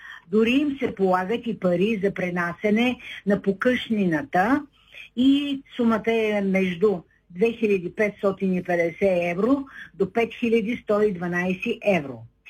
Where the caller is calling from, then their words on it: Shumen, Shumen Province, Bulgaria; от Шумен.